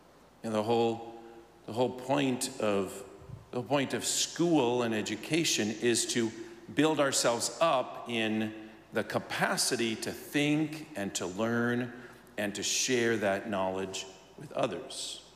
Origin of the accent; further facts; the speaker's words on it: Phoenix, Arizona, United States; We're from the Phoenix metro area.